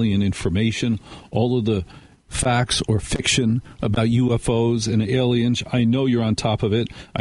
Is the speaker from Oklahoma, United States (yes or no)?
no; New Jersey, United States; I was raised in New Jersey, and to know everything you need to know about me … host of The Other Side of Midnight on this station every night.